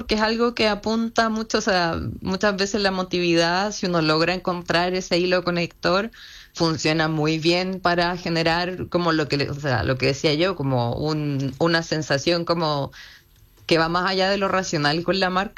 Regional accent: Argentina; nosotros somos argentinos y obviamente que podemos.

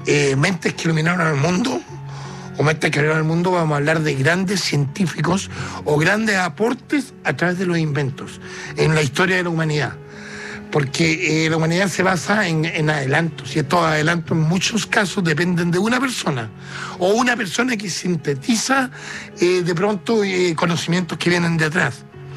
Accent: Chile; Es que yo soy bien chileno, a mí me gustan los porotos con rendas.

